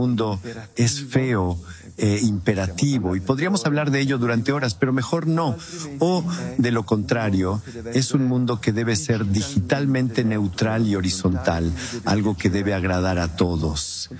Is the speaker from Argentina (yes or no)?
yes; Argentina; pero yo vengo de Argentina, de Sudamérica, donde tenemos kilómetros y kilómetros de pampas infinitas.